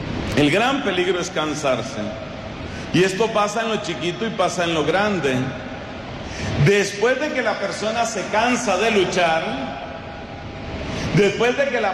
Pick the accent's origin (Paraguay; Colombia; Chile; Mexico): Colombia; En mi país, para desgracia de los colombianos